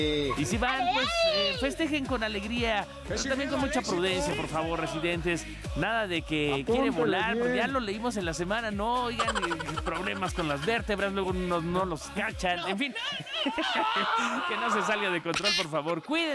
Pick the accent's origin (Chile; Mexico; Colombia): Mexico